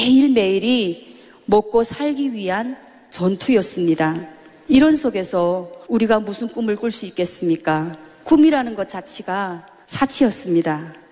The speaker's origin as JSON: {"language": "Korean", "town": "Chongjin", "region": "North Hamgyong", "country": "North Korea", "tie": "born or raised there", "said": "저의 고향은 함경북도 청진입니다. 저는 평범한 노동자 가정에서 일남 이녀 중에 장녀로 태어났습니다."}